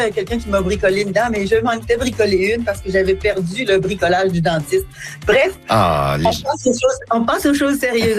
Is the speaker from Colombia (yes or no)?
no; Ontario, Canada; now in Hearst, Canada; nous, les Franco-Ontariens